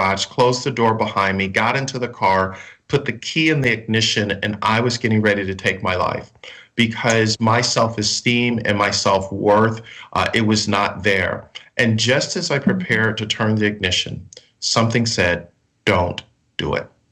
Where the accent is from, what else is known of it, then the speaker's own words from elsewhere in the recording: Buffalo, New York, United States; When I was 14 years of age, growing up in Buffalo, New York, I was playing basketball across the street from the house where I lived with my parents.